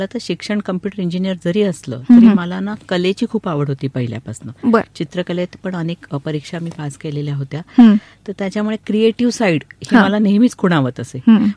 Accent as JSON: {"language": "Marathi", "town": "Nashik", "region": "Maharashtra", "country": "India", "tie": "born or raised there", "said": "मी मूळची नाशिकचीच आहे. … मी पंचवटीला बिलॉंग करते आणि छान ब्राह्मण कुटुंबातली, मध्यमवर्य कुटुंबातून आलेली आहे"}